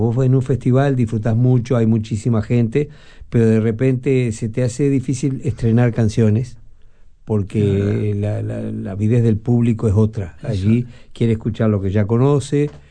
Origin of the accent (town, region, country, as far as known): Uruguay